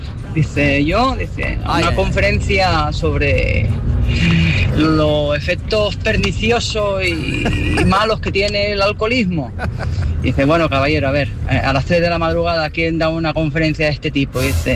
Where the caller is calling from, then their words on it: Sant Climent, Catalonia, Spain; de Sant Climent.